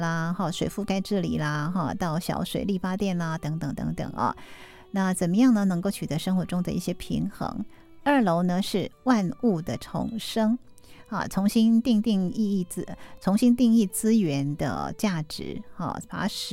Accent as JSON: {"language": "Chinese", "region": "Taitung County", "country": "Taiwan", "said": "现在啊我们台东这边的孩子们，或者是呢台东这边的朋友到都会区"}